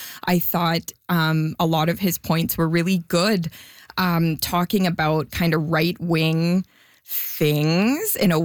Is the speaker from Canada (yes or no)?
yes; Canada; now in Winnipeg, Canada; I'm a Canadian comedian